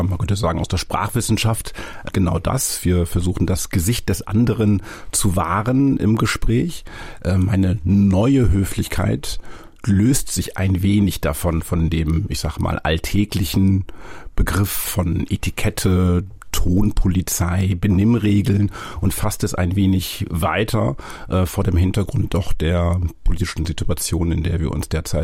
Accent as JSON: {"language": "German", "region": "Lower Saxony", "country": "Germany", "said": "ich würde als Norddeutscher sagen oder als Ostfriese sagen"}